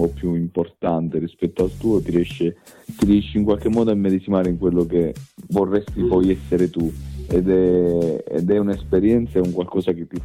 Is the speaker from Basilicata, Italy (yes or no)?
yes; Lagonegro, Basilicata, Italy; Adesso il 27 tra l'altro la facciamo a Lago Negro nel mio paese